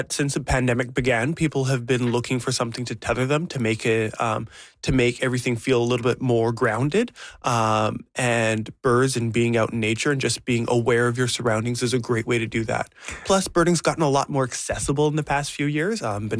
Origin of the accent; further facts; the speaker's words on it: British Columbia, Canada; Growing up in the Lower Mainland has meant that birds have always been super accessible.